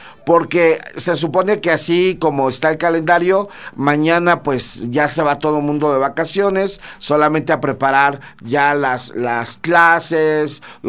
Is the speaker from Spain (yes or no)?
no; Mexico; como mexicano, pues te emociona